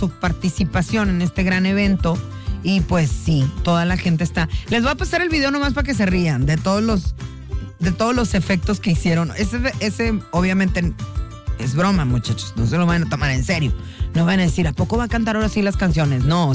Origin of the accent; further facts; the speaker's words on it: San Luis Potosí, Mexico; Porque no es lo mismo la FENAWAP, que es la de mi tierra, que la FENAPO. Ustedes no lo saben, pero hay cierta hasta rivalidad, mijita. Los que somos potosinos no somos los mismos que somos huastecos.